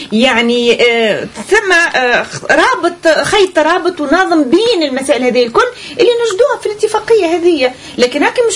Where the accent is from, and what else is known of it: Tunisia